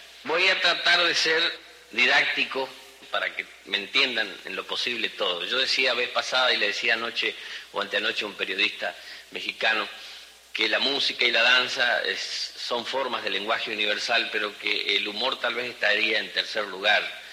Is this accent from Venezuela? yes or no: no; Chaco, Argentina; ya que no soy yo de Buenos Aires, sino yo soy de una provincia, se llama Chaco, que está en el noreste.